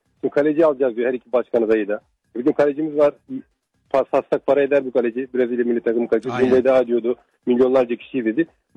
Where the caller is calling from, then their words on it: Istanbul, Turkey; İstanbul'dan arıyorum.